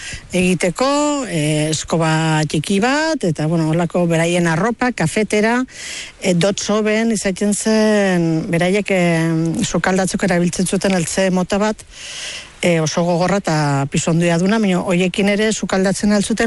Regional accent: Lesaka, Navarre, Spain; born there; also born or lived in Dixon, California, United States

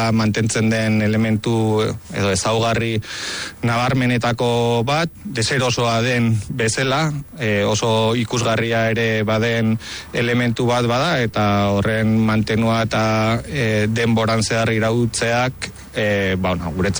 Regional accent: Hondarribia, Basque Country, Spain

